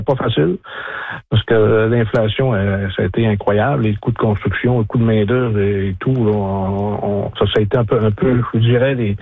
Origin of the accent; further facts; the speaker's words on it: Hébertville, Quebec, Canada; je viens d'Héberville.